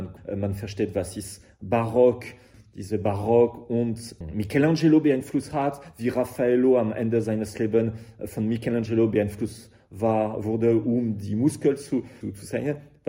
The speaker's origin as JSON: {"language": "German", "country": "France", "second_language": "German", "said": "Andererseits im Vergleich mit Deutschland, ich spreche als Franzose."}